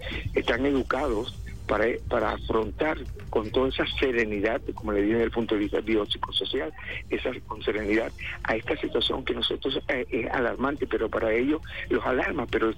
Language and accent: Spanish; Venezuela